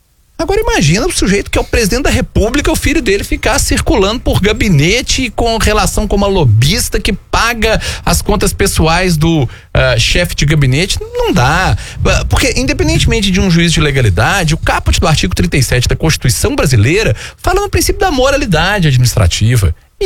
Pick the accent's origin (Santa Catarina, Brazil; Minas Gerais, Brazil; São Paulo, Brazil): Minas Gerais, Brazil; Belo Horizonte; lá na cidade onde eu cresci, em Belo Horizonte